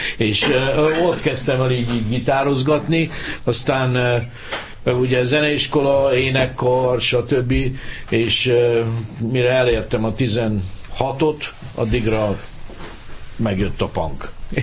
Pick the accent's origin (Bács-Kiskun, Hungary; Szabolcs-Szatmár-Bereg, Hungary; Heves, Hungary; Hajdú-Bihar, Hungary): Szabolcs-Szatmár-Bereg, Hungary; Nyíregyháza; also born or lived in Zugló, Budapest; now in Budapest, Hungary; zuglói születésű vagyok egyébként. Az Uzsokiba születtem még annak idején, úgyhogy majd ilyen 4-5 évesen kerültem Nyíregyházára, de hát ott nőttem föl, igen, ott végeztem az iskoláimat